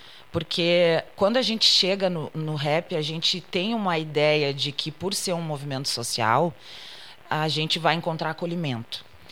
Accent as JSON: {"language": "Portuguese", "town": "Pelotas", "region": "Rio Grande do Sul", "country": "Brazil", "tie": "born or raised there", "said": "Eu sou da cidade de Pelotas, nascida e criada na cidade de Pelotas, então eu sou prata da casa, né, como se fala."}